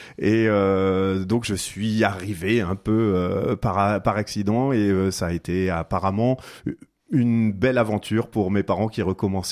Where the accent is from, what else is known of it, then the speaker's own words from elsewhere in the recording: Grand Est, France; also born or lived in Saint-Avold; je suis un produit 100% mosellan, né à Saint-Avold et résident pendant toute ma jeunesse dans une petite bourgade qui s'appelle Zimin